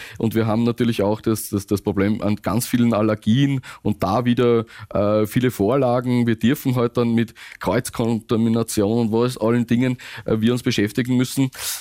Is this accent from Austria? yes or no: yes; Lower Austria, Austria; ich komme aus Ösen Waldviertel, also wir haben schon viel Kraft